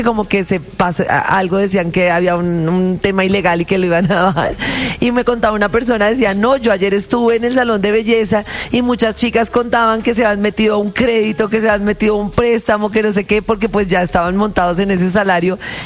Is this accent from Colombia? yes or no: yes; Colombia